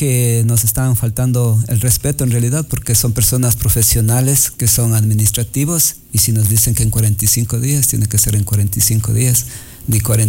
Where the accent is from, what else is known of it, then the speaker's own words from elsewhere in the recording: Ecuador; nosotros somos el ombligo del Ecuador